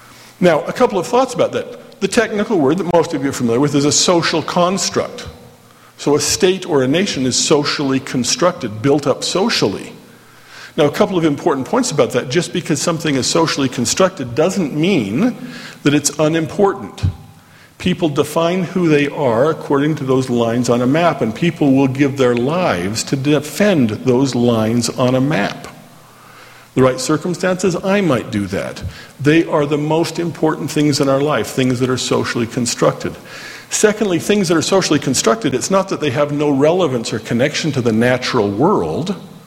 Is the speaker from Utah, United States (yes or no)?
yes; Orem, Utah, United States; And I looked and I could find the Great Salt Lake, and I grew up here in Orem, so I know it was just a little bit south of there, right about in there.